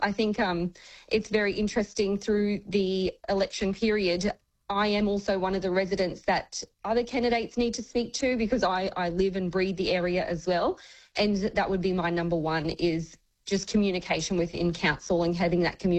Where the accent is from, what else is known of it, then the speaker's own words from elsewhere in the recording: Alice River, Queensland, Australia; also born or lived in Tumulla; I grew up in Alice River from the moment I was born.